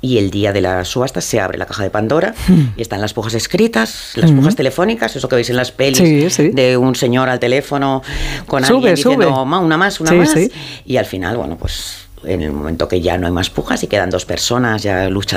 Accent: Spain; Y además somos españoles

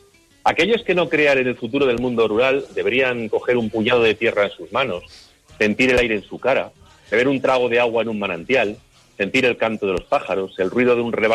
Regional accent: Agudo, Castilla-La Mancha, Spain; Soy de pueblo, soy urbarural, soy castellano manchego de Agudo

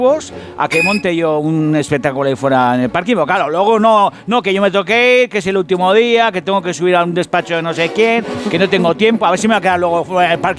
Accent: Basque Country, Spain; yo todo esto lo hago por orgullo, porque soy vasco y a mí no me gana ni Bartolo.

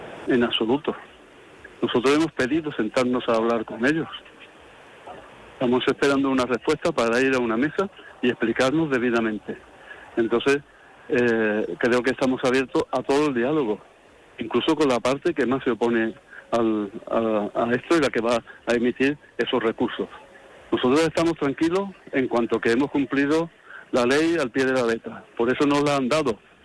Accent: Seville, Andalusia, Spain; born there; mi país es España, es que yo soy de aquí, nacido en Sevilla

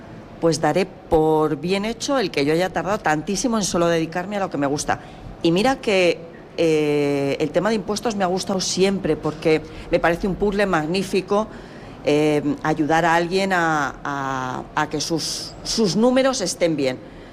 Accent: Castilla-La Mancha, Spain; born there; la provincia de Cuenca, que es donde yo nací

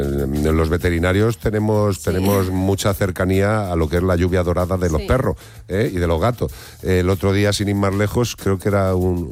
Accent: Spain; Yo amo lo que tengo en mi país y me encanta, pero lo que te quiero decir es que aves de proximidad, en España tenemos aves de proximidad pequeñitas.

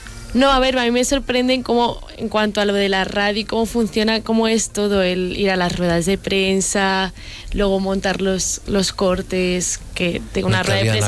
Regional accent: Logroño, La Rioja, Spain; yo soy de Logroño.

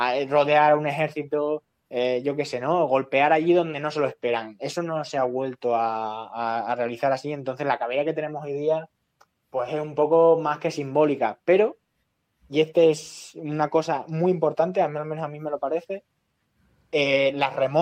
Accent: Cáceres, Extremadura, Spain; bueno, en mi tierra, que en Cáceres, es que es muy normal ver a gente montando a caballo

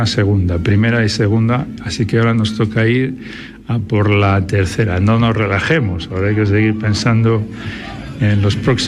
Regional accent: Spain; como todos los españoles.

